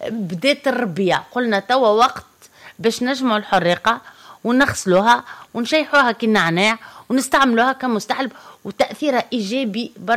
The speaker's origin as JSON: {"language": "Arabic", "country": "Tunisia"}